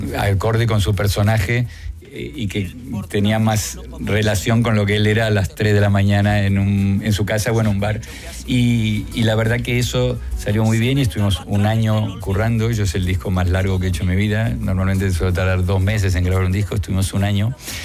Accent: Murcia, Region of Murcia, Spain; y yo decía, pero si soy de Murcia.

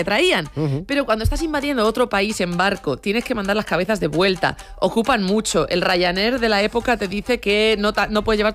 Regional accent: Aluche, Community of Madrid, Spain; Y a ti, a mí, Guillermo, pues que somos de Aluche, esto nos pilla un poco lejos

